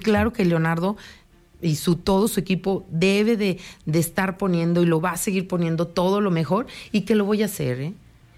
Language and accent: Spanish; Aguascalientes, Mexico; Que soy del barrio de San Marcos